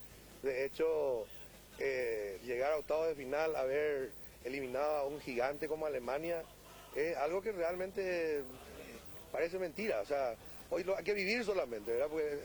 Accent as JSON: {"language": "Spanish", "region": "Asunción", "country": "Paraguay", "said": "De Asunción, de Sajonia."}